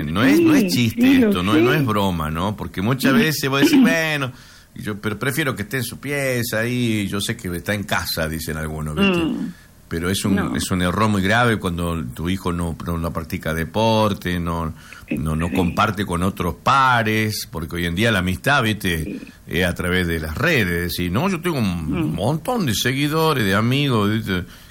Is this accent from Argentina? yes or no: yes; Argentina; Que los argentinos somos muy particulares.